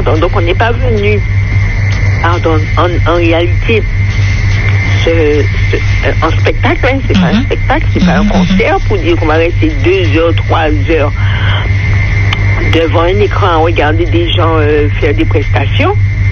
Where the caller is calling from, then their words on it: Fort-de-France, Martinique; De Fort-de-France.